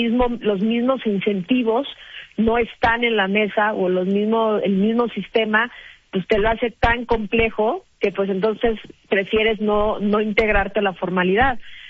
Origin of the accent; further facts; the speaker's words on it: Mexico; nosotros como mexicanos